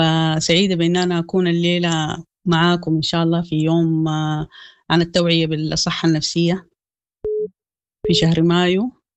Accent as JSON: {"language": "Arabic", "country": "Sudan", "said": "نحن كسودانيين"}